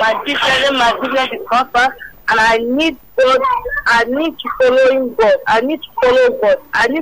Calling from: Nigeria; I'm calling from Agboro.

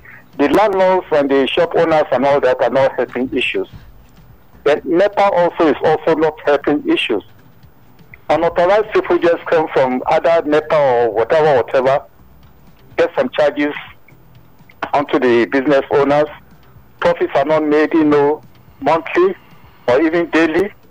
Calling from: Mushin, Lagos, Nigeria; Today I'm calling from Mushi.

